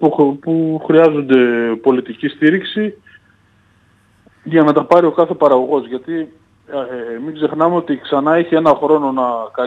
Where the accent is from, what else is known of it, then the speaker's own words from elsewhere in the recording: Nea Flogita, Central Macedonia, Greece; Εγώ στο χωριό μου, στα Νέα Φλογητά Χαλκιδικής, ήμασταν 150 παραγωγοί. Τώρα είμαστε οριακά 10.